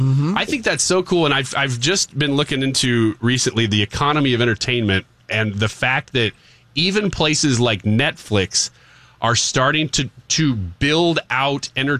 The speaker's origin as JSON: {"language": "English", "region": "Illinois", "country": "United States"}